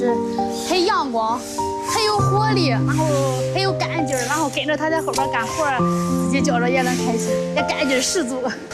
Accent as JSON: {"language": "Chinese", "town": "Zaozhuang", "region": "Shandong", "country": "China", "said": "这是我们枣庄的特产哈，我们自己种的。"}